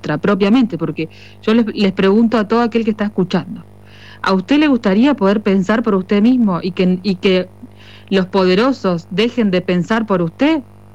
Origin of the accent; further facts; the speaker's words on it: Corrientes, Argentina; No, soy argentina, soy de Corrientes. Lo que pasa es que trabajé durante mucho tiempo en Uruguay